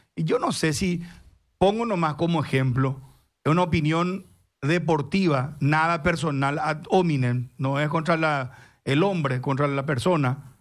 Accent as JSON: {"language": "Spanish", "country": "Paraguay", "said": "Los paraguayos somos así, ¿eh?"}